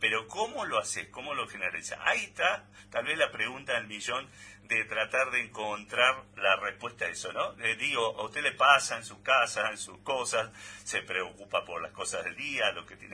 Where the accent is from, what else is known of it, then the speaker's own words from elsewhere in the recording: Argentina; todos los argentinos estamos deseando lo mismo